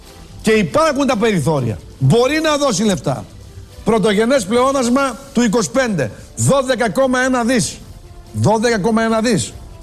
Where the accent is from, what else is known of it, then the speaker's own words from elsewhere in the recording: Central Macedonia, Greece; born there; στον Κάμπο, ας πούμε στην Μπέλα, στο χωριό μου